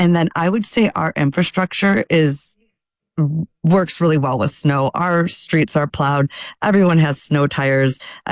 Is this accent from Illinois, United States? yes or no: yes; Chicago, Illinois, United States; now in Houghton, United States; before living in Houghton, I grew up in Chicago.